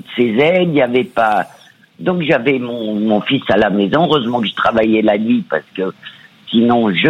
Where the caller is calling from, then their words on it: Île-de-France, France; De l'Essonne.